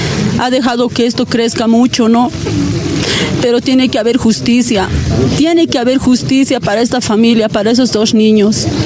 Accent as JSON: {"language": "Spanish", "town": "Calamarca", "region": "La Paz", "country": "Bolivia", "tie": "born or raised there", "said": "de Calamarca. Hoy nos sentimos muy indignados porque ha fallecido uno de nuestros hermanos aquí de mi pueblo."}